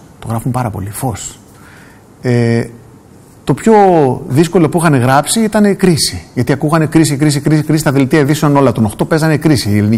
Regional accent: Greece; ως Έλληνας σκηνοθέτης που κάνει αρχαίο θέατρο

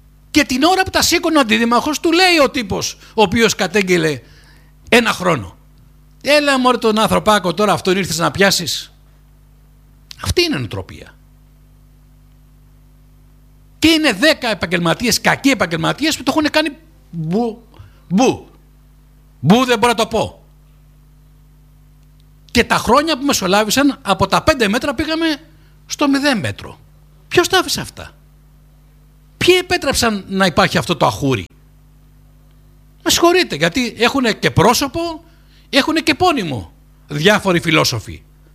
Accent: Rhodes, South Aegean, Greece; Και το λέω γιατί εγώ γεννήθηκα στην Μεσσονική πόλη, μεγάλωσα στη Μεσσονική πόλη.

